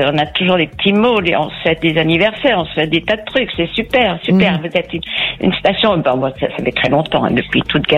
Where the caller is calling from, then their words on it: Saint-Dizier, Grand Est, France; Saint-Dizier, en Haute-Marne